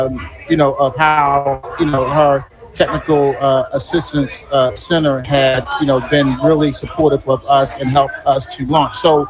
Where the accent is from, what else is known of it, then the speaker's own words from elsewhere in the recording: Philadelphia, Pennsylvania, United States; Now I'm born and raised in Germantown. I'm from Uptown.